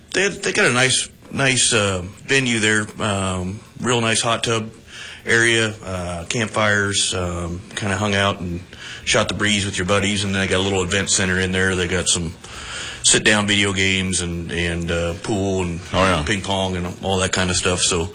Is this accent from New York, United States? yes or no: no; Kansas, United States; moved away as an adult; Born and raised in Kansas, lived here about 12 years